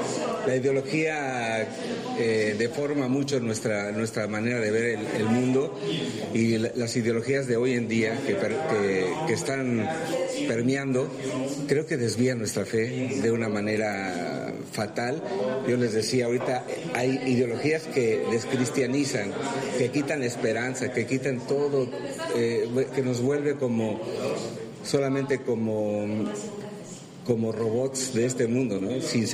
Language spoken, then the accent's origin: Spanish; Mexico City, Mexico; Y Cristal y un servidor, que somos esposos, venimos de la Ciudad de México.